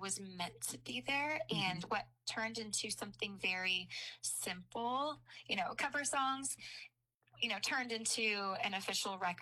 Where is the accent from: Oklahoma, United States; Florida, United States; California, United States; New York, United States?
California, United States; Santa Clarita; So, I grew up in Santa Clarita Valley. It's about 30 miles northwest of LA. Raised in a Christian home.